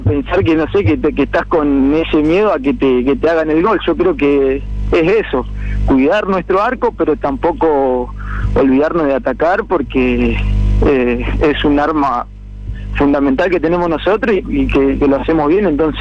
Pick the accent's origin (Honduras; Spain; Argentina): Argentina; Las Garzas, Santa Fe; moved away as an adult; also born or lived in Buenos Aires; now in Casilda, Argentina; Yo soy de Las Garzas, sí, un pueblito del norte de la provincia. Yo estuve jugando en Buenos Aires, me volví